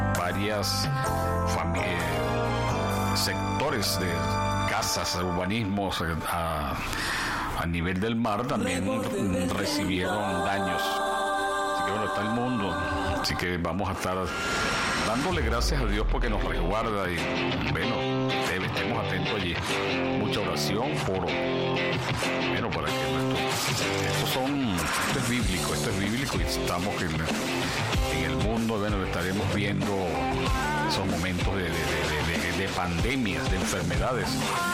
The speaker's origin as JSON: {"language": "Spanish", "country": "Venezuela", "said": "así somos los venezolanos."}